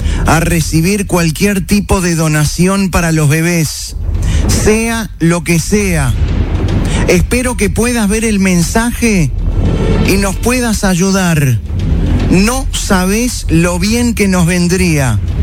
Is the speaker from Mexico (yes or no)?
no; Barros Blancos, Canelones, Uruguay; Somos de Canelones, Barros Blancos.